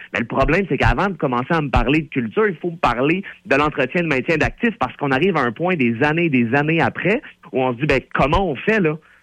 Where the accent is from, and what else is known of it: Quebec, Canada